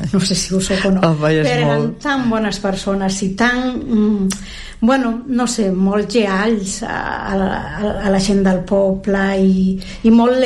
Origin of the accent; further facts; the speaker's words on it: Castile and León, Spain; moved away; Era una població de Galícia, però les gestions i tots, com... en el carnet figura que som de León, però estem a la Franja, diguem. Aquest poble està entre León, entre Orense i Lugo, que ja són poblacions, bueno, gallegues.